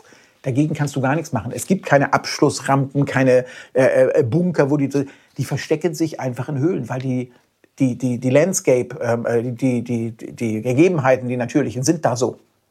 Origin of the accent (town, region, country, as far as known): Germany